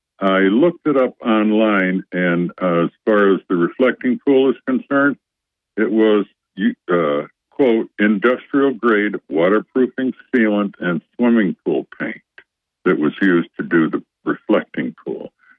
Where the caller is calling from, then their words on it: Choconut, Pennsylvania, United States; from Choconut, Bob.